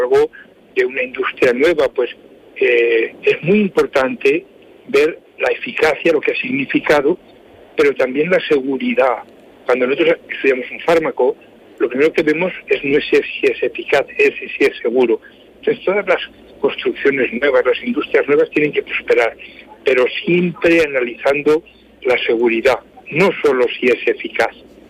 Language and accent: Spanish; Teruel, Aragon, Spain; moved away; camino de Teruel, que es mi tierra.